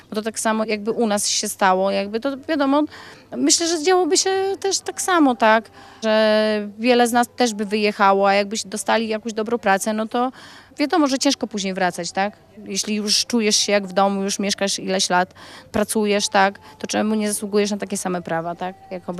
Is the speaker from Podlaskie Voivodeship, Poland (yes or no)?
yes; Podlaskie Voivodeship, Poland; na Podlasiu też mamy ten język mniejszości białoruski. I mamy też ten język mniejszości ukraińskiej.